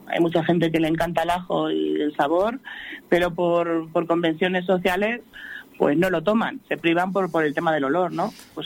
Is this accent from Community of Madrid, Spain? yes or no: no; Castilla-La Mancha, Spain; somos Castilla-La Mancha